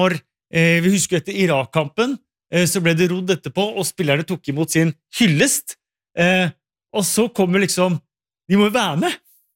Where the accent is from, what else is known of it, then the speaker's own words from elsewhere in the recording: Oslo, Norway; så har man jo sett der hvor fantastisk det har vært hjemme i Oslo og snakket med familie og venner hjemme